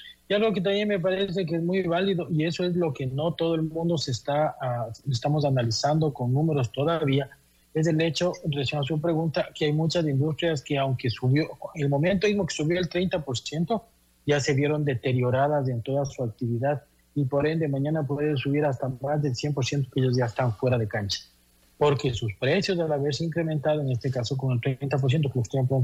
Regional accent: Ecuador; soy ecuatoriano

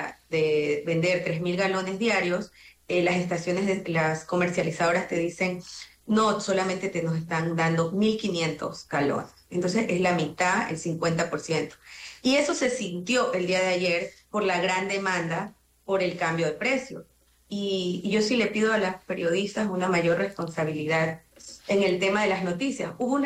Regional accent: Manabí, Ecuador; yo soy de Manabí.

